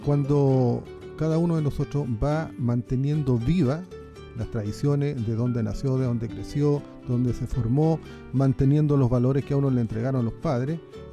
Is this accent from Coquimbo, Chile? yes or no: no; Colina, Santiago Metropolitan Region, Chile; born there; usted se está encontrando con un nacido en Esmeralda, un esmeraldino. Yo siempre he dicho colinano porque en la comuna, pero yo soy nacido en Esmeralda también.